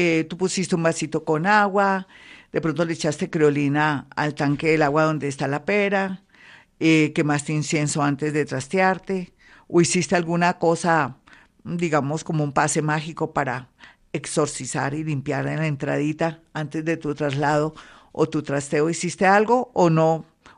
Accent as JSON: {"language": "Spanish", "country": "Colombia", "said": "¿Ustedes por qué creen que los colombianos, en medio de tanto rollo, de tantas cosas, son felices o somos felices?"}